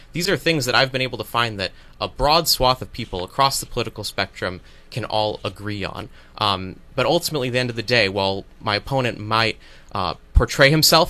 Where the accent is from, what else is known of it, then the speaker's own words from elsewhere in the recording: Sprague, Connecticut, United States; I'm from Sprague, live in Sprague